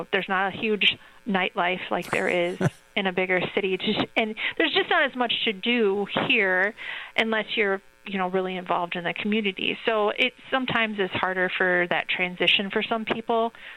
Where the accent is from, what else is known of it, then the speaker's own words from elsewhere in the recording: Norwalk, Wisconsin, United States; I grew up in Norwalk, Wisconsin, which is a very small town, mm-hmm. and I moved back basically to the same area.